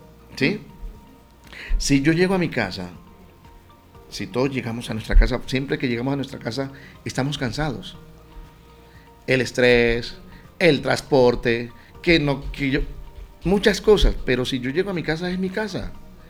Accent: Magangué, Bolívar, Colombia; Bueno, y si hay oyentes de Magangué, Bolívar, que es mi tierra, un saludo para ellos.

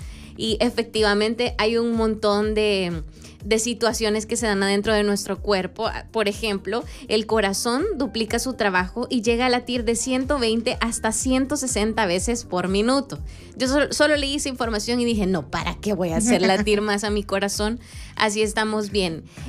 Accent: El Salvador; tenemos que dar una buena presentación como salvadoreños.

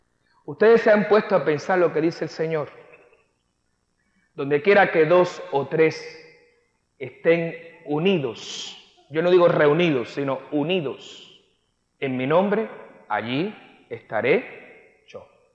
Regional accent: Cuba; Yo soy muy cubano, sé que somos muchos ritmos los caribeños.

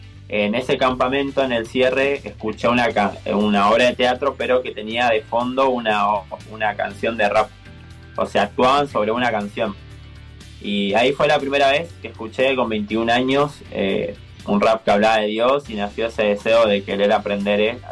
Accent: San Pedro, Misiones, Argentina; moved away as an adult; now in Buenos Aires, Argentina; Mi pueblo es muy chiquito, así que tampoco, digamos, crecí en un ambiente donde había rap, o sea, cero. Y a nivel redes sociales y demás, yo terminé la secundaria sin tener luz eléctrica en mi casa

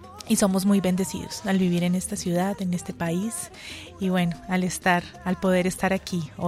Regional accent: Santander, Colombia; born there; moved away as an adult; now in Bogotá, Colombia; yo soy santandereana de nacimiento, pero llevo 20 años viviendo ya acá en la ciudad de Bogotá

